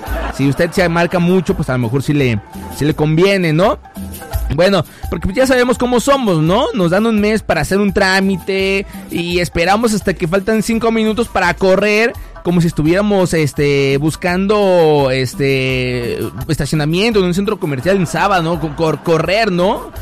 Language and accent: Spanish; Mexico; a mí me encanta ser mexicano.